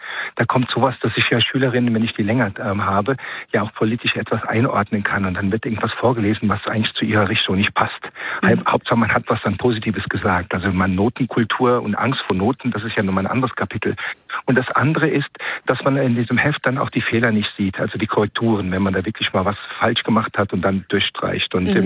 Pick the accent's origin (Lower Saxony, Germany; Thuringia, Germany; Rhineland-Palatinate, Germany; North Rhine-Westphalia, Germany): Rhineland-Palatinate, Germany; Ich komme aus Rheinland-Pfalz